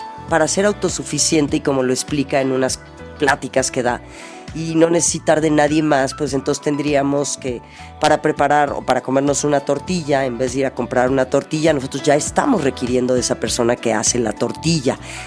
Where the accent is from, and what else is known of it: Mexico